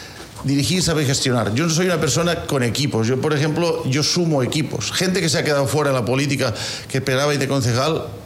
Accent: Spain; moved away as an adult; now in Quevedo, Ecuador; me atacan con que soy español

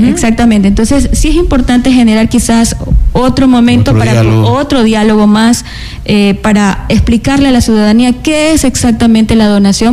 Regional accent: Salinas, Santa Elena, Ecuador; yo no pertenezco a Santa Elena, soy de Salinas

